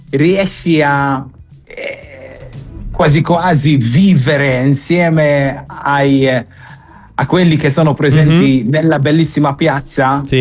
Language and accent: Italian; Malta; Italian is a second language; Per noi maltesi è una cosa meravigliosa, perché parlo personalmente, per noi, per la mia generazione, che abbiamo imparato l'italiano e abbiamo amato l'Italia